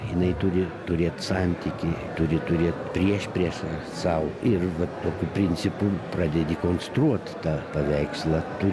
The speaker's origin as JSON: {"language": "Lithuanian", "town": "Šiauliai", "region": "Šiauliai County", "country": "Lithuania", "also_born_or_lived": "Kaunas", "moved": "as an adult", "said": "Jo, sovietmetis giliausias buvo ir išvažiavau į Kauną, iš Šiaulių."}